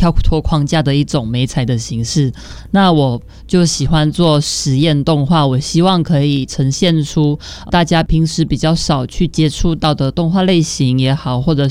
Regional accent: Malaysia; now in Taiwan; 但是就像是我一样，我从马来西亚来到台湾这个地方，我慢慢的融入这个土地

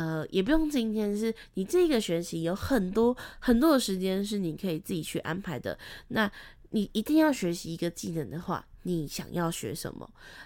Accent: Kaohsiung, Taiwan; 因为我本身是高雄人，那可能高雄现在也越来越多了

